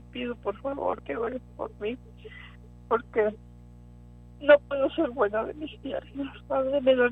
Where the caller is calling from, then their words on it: Weslaco, Texas, United States; De aquí de Huéslaco